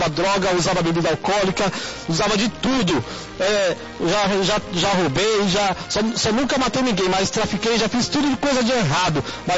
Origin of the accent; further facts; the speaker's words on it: São Paulo, Brazil; Lá de Guianazes.